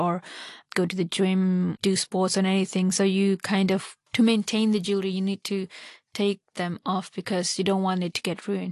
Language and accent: English; Hong Kong; born or raised there